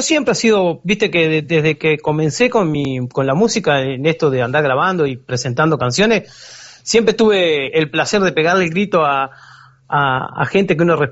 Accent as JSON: {"language": "Spanish", "region": "Rocha", "country": "Uruguay", "said": "como lo que somos los rochenses, que tenemos nuestro propio acento"}